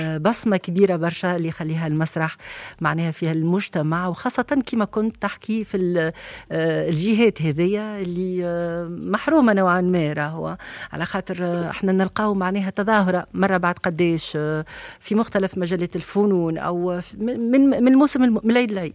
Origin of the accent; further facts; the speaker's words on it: Tunisia; accent: Tunisian; نساعدوا شوية البرا كما نقولوا بلهجتنا التونسية